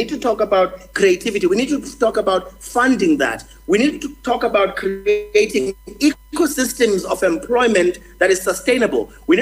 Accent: South Africa; We have failed our people, but we need to be given space to fix those things as a South African people, without people blaming us as well

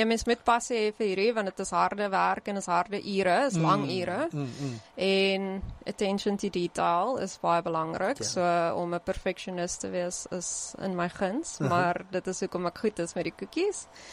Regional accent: Sedgefield, Western Cape, South Africa; en ons het net Sedgefield toe geraak, ek is van Sedgefield af, en toe het ek net die video's gekyk

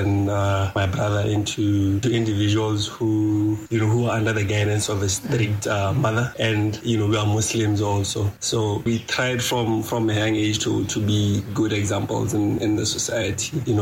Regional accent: Gaborone, South-East District, Botswana; also born or lived in Katutura, Windhoek, Namibia; I was born in Katutura, Windhoek. So Katutura is a township. When it comes to where I stayed or where I grew up in Old Naledi, I think I've lived there for a greater part of my life.

